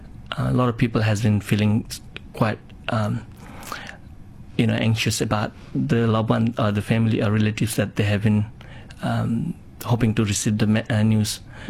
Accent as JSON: {"language": "English", "country": "Australia", "said": "And as Australian, I think we should, if we have any friends of Nepal or anyone that close by, please check with them."}